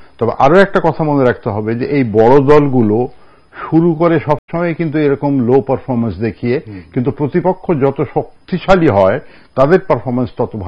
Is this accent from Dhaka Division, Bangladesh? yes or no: no; Kushtia, Khulna Division, Bangladesh; আমার বাড়ি কুষ্টে